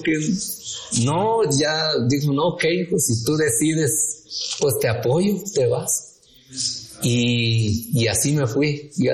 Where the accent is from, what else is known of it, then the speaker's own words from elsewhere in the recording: Oaxaca, Mexico; born there; moved away; donde tomaba el carro para mi pueblo.